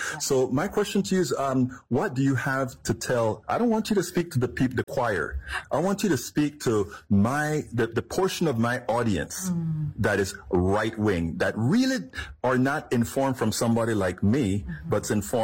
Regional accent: Panama; now in United States; I am from Panama, Central America

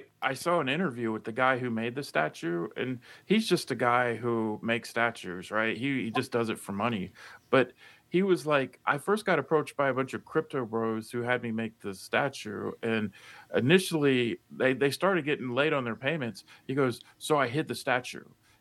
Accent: the South, United States; moved away; I'm from the South, and when I was a kid, I heard that term all the time.

